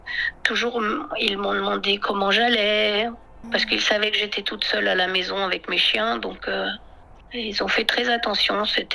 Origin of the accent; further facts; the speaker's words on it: France; now in Yunnan, China; Pourtant, je ne suis pas du tout américaine, je suis française